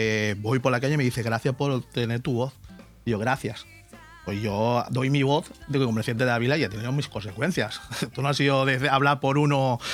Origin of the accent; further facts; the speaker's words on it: Villajoyosa, Valencian Community, Spain; yo por mi pueblo lo que haga falta.